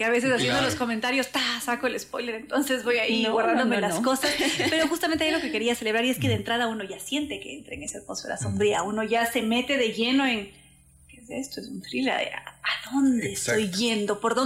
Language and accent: Spanish; Ecuador; quienes sí somos ecuatorianos.